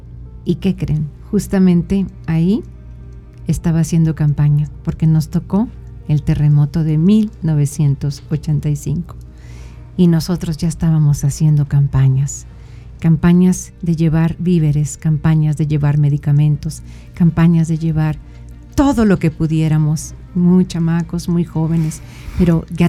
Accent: Mexico; porque soy orgullosamente mexicana.

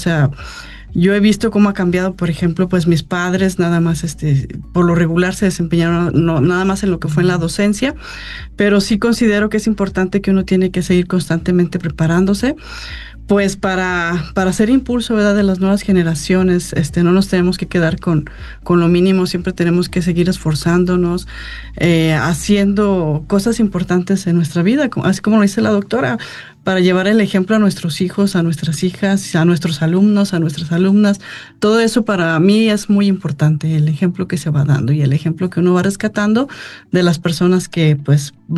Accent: San Luis Potosí, Mexico; born there; yo nací aquí en San Luis Potosí

